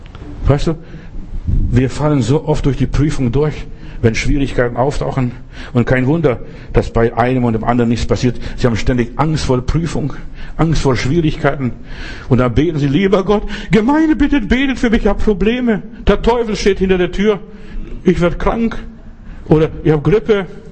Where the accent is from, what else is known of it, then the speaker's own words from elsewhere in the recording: Klaipėda County, Lithuania; was ich im Schneesturm im Winter bei uns in Ostpreußen, also im Memelland, erlebt habe.